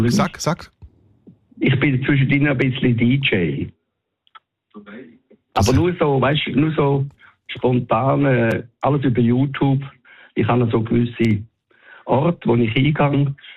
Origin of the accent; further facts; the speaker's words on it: Winterthur, Zurich, Switzerland; Ich komme aus Winterthur und ich habe … glaube ich, vor 30 Jahren gesehen in der Eishalle.